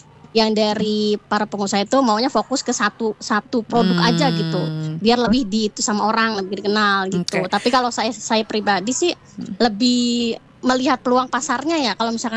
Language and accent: Indonesian; Jakarta, Indonesia; Aku Jakarta.